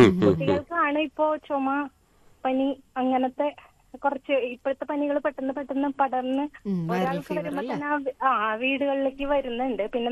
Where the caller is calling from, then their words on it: Thrissur, Kerala, India; തൃശ്ശൂരാണ്.